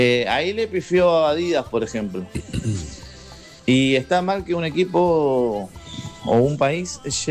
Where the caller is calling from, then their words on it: La Plata, Buenos Aires Province, Argentina; de la Plata.